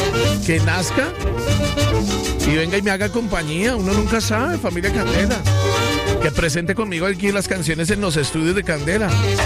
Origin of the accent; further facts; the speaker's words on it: Colombia; Pero como somos colombianos